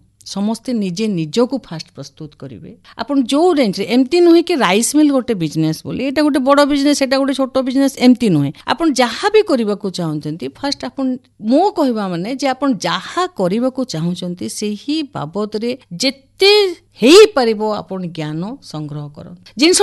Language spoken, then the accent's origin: Odia; Sambalpur, Odisha, India; ମୋ ବାପା ମା ତ ବର୍ତ୍ତମାନ ନାହାନ୍ତି, ଆଉ ମୁଁ ସମ୍ବଲପୁରର ଝିଅ, ବରଗଡ଼ର ବୋହୁ।